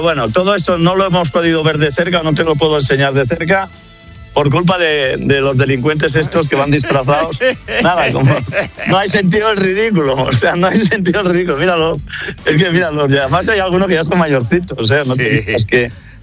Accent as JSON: {"language": "Spanish", "country": "Spain", "said": "Ya sé que soy el típico español"}